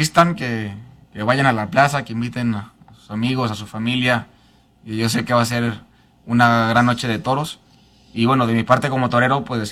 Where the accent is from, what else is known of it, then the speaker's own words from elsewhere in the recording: Aguascalientes, Mexico; toreé en la feria de San Marcos también, ahí en mi tierra